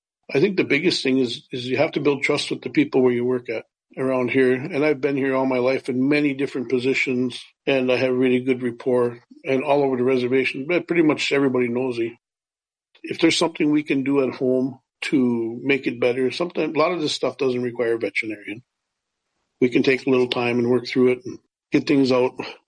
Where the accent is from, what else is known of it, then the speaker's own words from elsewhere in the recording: Bena, United States; we grew up living in Bena behind the big fish there